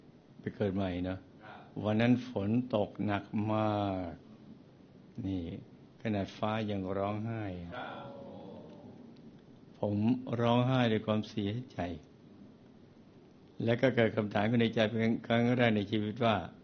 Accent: Yasothon, Thailand; born there; พอเกิดมาได้1ปีหมู่บ้านที่อยู่ก็แยกไปเลยนี่จ้าตั้งขึ้นเป็นจังหวัดยโสธรนี่คนนี้เนาะเกิดมาเพราะการนี้เลย

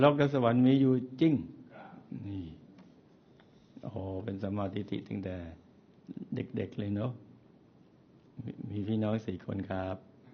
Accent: Yala, Thailand; born there; หลวงพ่อครับผมเกิดที่จังหวัดยะลา

